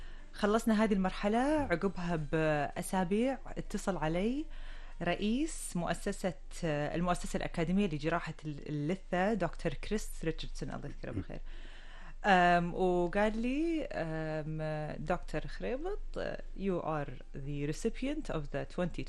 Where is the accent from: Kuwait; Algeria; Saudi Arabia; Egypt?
Kuwait; الوعي اللي موجود عندنا بالكويت